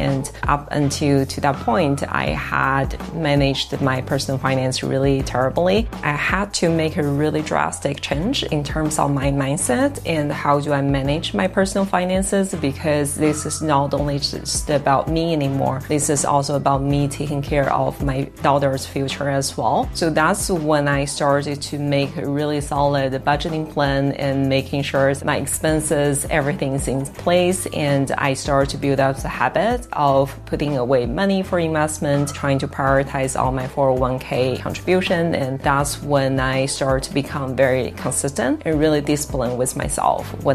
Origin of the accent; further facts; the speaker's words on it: Kaifeng, Henan, China; English is a second language; I was born and raised in Kaifeng, which is a small city in the middle part of China.